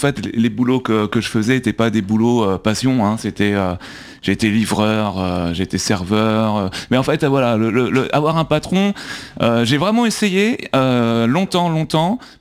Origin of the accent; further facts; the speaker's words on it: Nouvelle-Aquitaine, France; moved away as an adult; now in Paris, France; je suis charentais, qui est arrivé à Paris il y a une vingtaine d'années.